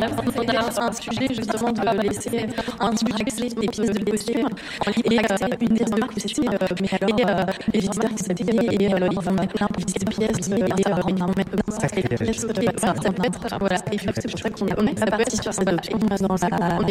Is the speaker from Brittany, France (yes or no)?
yes; Brittany, France; c'est vraiment comme on est breton, on est pas